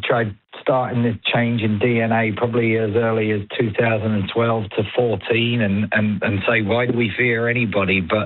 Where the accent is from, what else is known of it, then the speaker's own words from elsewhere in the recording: England, United Kingdom; Yeah, look, I'm English and Canadian.